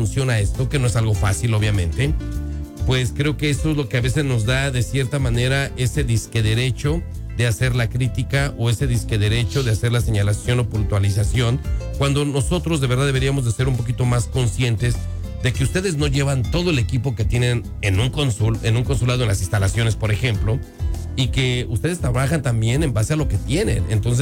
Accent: Mexico; now in United States

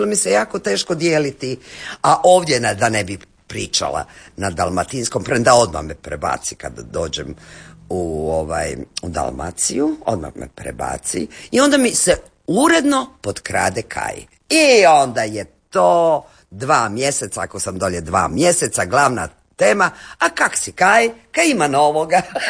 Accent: Croatia; accent: Chakavian; first language Chakavian; Kajkavski nije moja priroda. I zato se ne usudim, premda kao priroda glumca, kako ne govorim na svom materinjem jeziku, a to je čakavica

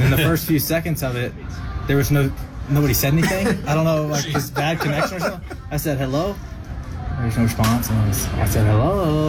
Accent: East Coast, United States; moved away

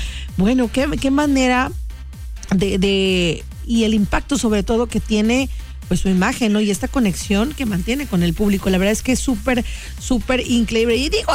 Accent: Mexico

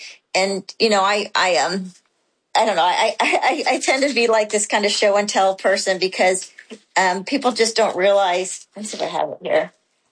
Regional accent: Mexico City, Mexico; also born or lived in Thailand; I was raised overseas in Mexico City in Thailand. And my parents, they moved to San Diego when I was in high school.

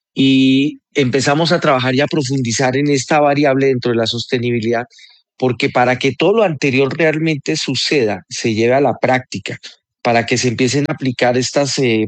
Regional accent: Colombia; moved away; Para mí como colombiano y un colombiano que lleva un buen rato fuera del país

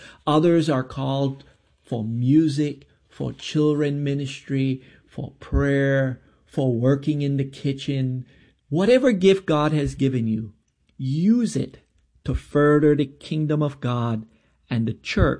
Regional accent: Belize; moved away; I'm originally from Belize.

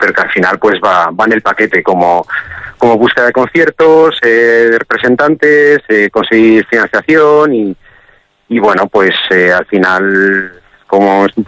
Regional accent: León, Castile and León, Spain; now in Barcelona, Spain; desarrollamos un poco nuestra vida y tarea profesional en Barcelona. Yo soy de León

